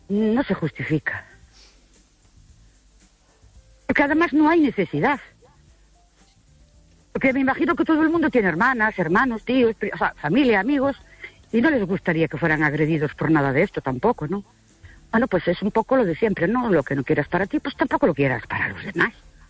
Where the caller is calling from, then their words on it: Ourense, Galicia, Spain; Hola, buenas noches. … de Urense otra vez.